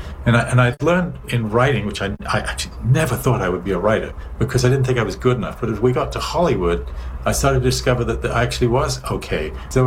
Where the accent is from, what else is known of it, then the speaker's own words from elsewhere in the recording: United Kingdom; moved away as an adult; also born or lived in Canada; now in United States; we're two British guys